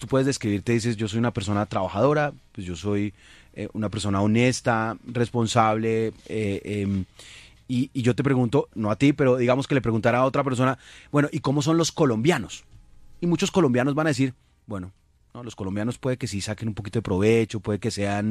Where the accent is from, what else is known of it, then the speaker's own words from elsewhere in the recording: Colombia; En Colombia tenemos una enorme asimetría entre lo que yo creo de mí mismo y lo que creo de los otros, lo que creo de nuestra identidad común como colombianos.